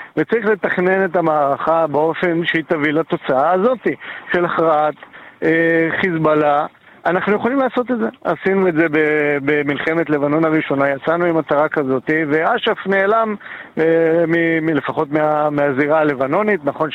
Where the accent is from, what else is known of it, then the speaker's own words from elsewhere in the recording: Golan Heights, Northern District, Israel; אני גר ברמת הגולן, רמת הגולן הייתה אזור סורי ששלט על עמק הירדן במשך שנים, וגר, נולדתי שם וגדלתי שם